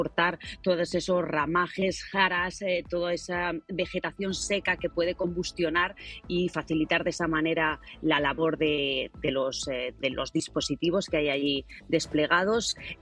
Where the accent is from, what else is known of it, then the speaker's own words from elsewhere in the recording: Gavilanes, Castile and León, Spain; Gavilanes, que es el pueblo al que yo pertenezco